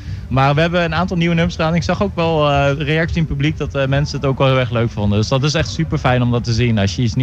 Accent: Doetinchem, Gelderland, Netherlands; Doetinchem was wel echt onze thuisstad.

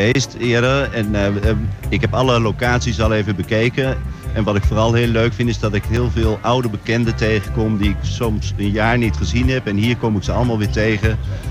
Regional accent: Doetinchem, Gelderland, Netherlands; ik kom hier al een heel aantal jaren, want ik ben geboren en getogen in Doetinchem.

